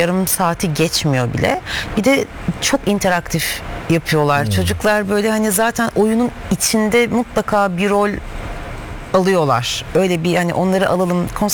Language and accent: Turkish; Istanbul, Turkey; Ben de Kadıköy'lüyüm. Acıbadem'de büyüdüm.